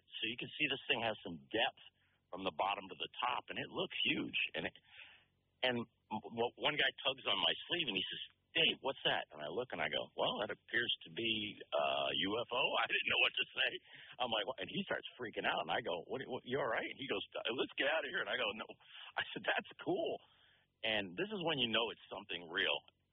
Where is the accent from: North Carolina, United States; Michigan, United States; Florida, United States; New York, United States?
Florida, United States; Sarasota; I was 12 years old in like 1976 growing up in Sarasota, Florida.